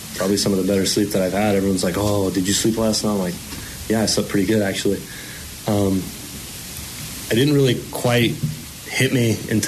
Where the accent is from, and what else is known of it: Oxford, Mississippi, United States